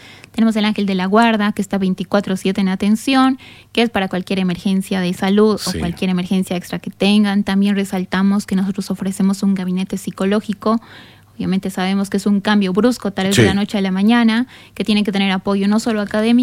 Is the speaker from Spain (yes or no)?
no; Cochabamba, Bolivia; Yo soy cochabambina.